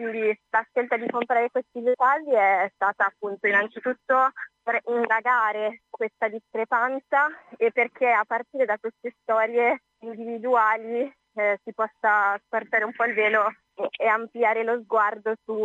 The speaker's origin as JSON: {"language": "Italian", "town": "Bologna", "region": "Emilia-Romagna", "country": "Italy", "said": "sono bolognese"}